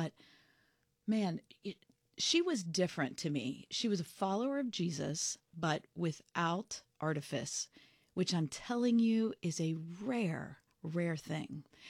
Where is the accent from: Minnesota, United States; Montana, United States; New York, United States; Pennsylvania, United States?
Pennsylvania, United States; Pittsburgh; I grew up here in Pittsburgh